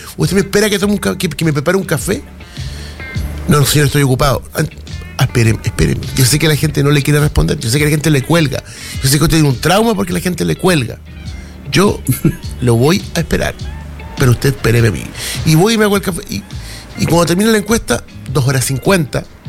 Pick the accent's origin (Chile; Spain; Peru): Chile; Valparaíso; Soy de Valparaíso.